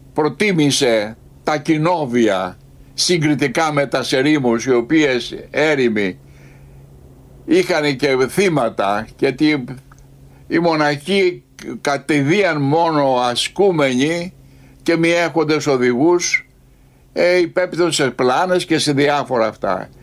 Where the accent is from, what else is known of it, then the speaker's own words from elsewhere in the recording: Greece; ως Έλληνες